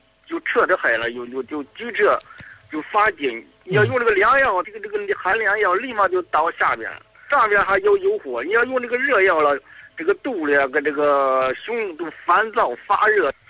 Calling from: Xingtai, Hebei, China; 河北邢台农村的，

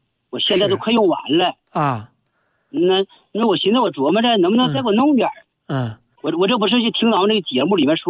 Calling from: Jilin, China; 71了。

